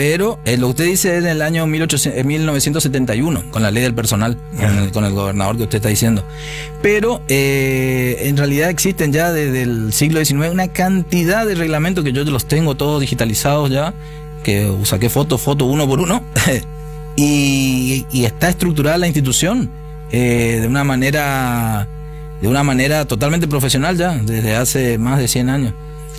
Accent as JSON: {"language": "Spanish", "region": "Corrientes", "country": "Argentina"}